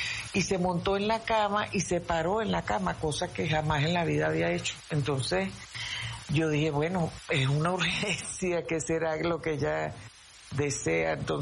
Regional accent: Venezuela; Y bueno, eso es que sigamos siendo así como somos los venezolanos de noble, porque lo somos mucho.

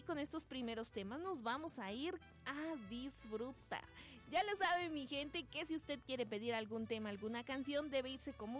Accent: Mexico

